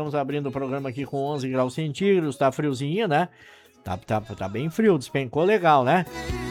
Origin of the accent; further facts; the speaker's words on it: Rio Grande do Sul, Brazil; nós somos gaúchos, né?